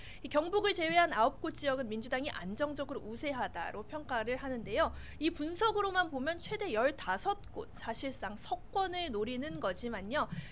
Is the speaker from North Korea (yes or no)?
no; Seoul, South Korea; born there; 사실 제가 서울 태생이고